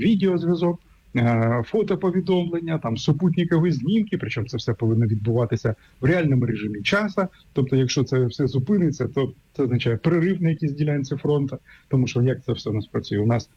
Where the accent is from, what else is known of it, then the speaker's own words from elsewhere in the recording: Sumy Oblast, Ukraine; наприклад, мою рідну Сумську область